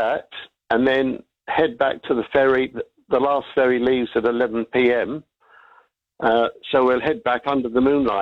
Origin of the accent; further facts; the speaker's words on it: Half Moon Bay, Auckland, New Zealand; Half Moon Bay.